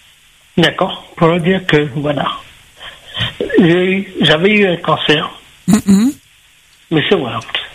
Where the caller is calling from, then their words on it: France; je suis de Métropole.